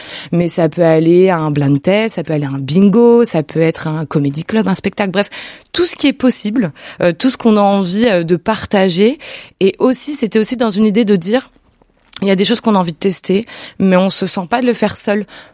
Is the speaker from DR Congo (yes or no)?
no; Lyon, Auvergne-Rhône-Alpes, France; moved away as an adult; also born or lived in Paris; je suis lyonnaise d'origine, je suis née à Lyon, j'ai grandi à Lyon, j'ai fait un petit passage à Paris pendant 6 ans pour le travail